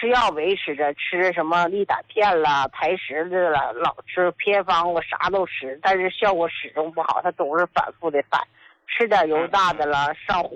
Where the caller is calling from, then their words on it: Heilongjiang, China; 胡老师，我是黑龙江的，我用咱们这个老高，现在已经用了8个多月了。